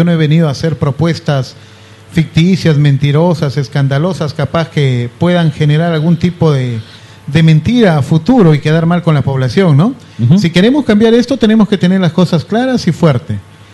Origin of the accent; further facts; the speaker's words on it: La Libertad, Peru; now in Otuzco, Peru; soy natural de Lapra